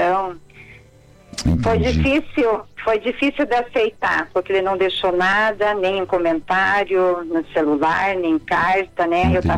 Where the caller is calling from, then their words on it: Garuva, Santa Catarina, Brazil; Garuva, Santa Catarina.